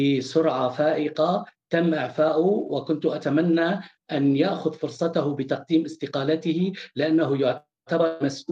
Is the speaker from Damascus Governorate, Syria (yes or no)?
no; As-Suwayda Governorate, Syria